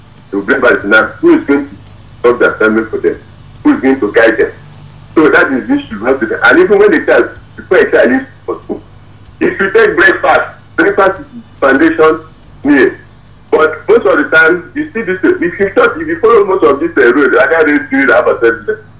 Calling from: Owo, Ondo, Nigeria; I'm calling from Owo Blue Education Center. That is the security place in Nigeria.

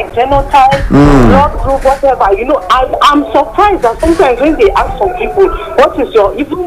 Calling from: Nigeria; we Nigerians

